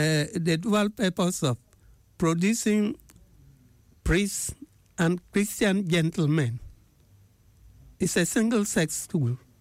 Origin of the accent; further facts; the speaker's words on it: Jirapa, Upper West, Ghana; also born or lived in Wa; my hometown, Jirapa.